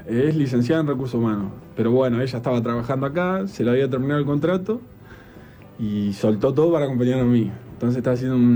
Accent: Ayacucho, Buenos Aires Province, Argentina; moved away; soy de Ayacucho

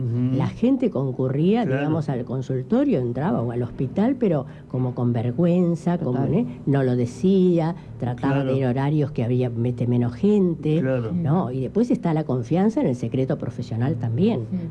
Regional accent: Basque Country, Spain; No me hagan responder. Que soy vasca, no me hagan dar una respuesta.

